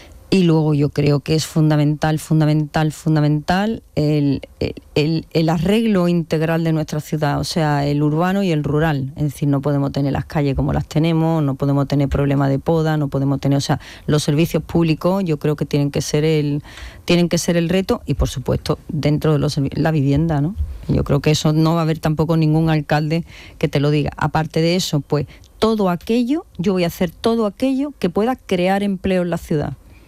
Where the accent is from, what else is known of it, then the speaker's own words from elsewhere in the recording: Jerez de la Frontera, Andalusia, Spain; yo soy de Jerez